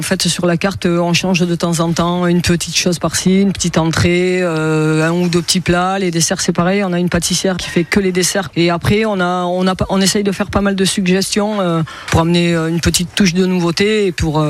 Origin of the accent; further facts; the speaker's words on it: Occitanie, France; moved away; je viens de la région de Tarbes